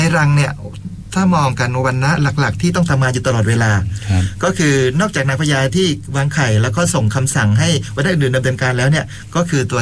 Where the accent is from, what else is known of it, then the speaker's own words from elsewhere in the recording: Southern Thailand, Thailand; ในฐานะที่เป็นคนใต้เอง